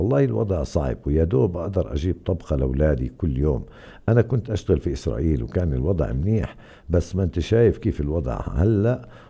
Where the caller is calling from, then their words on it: Qalqilya, West Bank, Palestine; أنا من قلقيلية